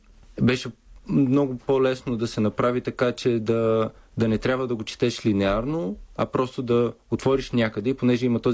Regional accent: Brazil; Примерно полинезийската митология, или въпреки че съм от Бразилия, нищо не знаех и за бразилската митология.

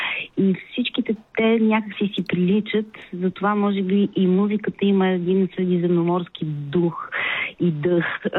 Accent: Plovdiv, Plovdiv Province, Bulgaria; moved away as an adult; also born or lived in Sofia; аз съм пловдивчанка и заминах да уча в Софийския университет в София

